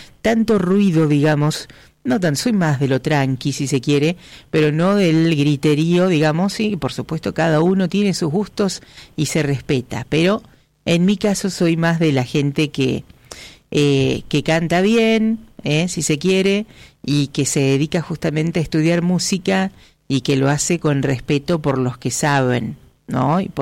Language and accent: Spanish; Argentina; accent: Argentine; en este caso nuestro acento argentino, a una celebración que abraza las músicas del mundo